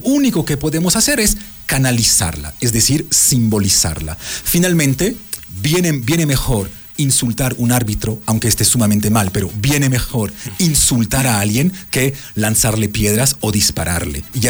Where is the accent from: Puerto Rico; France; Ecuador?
France; moved away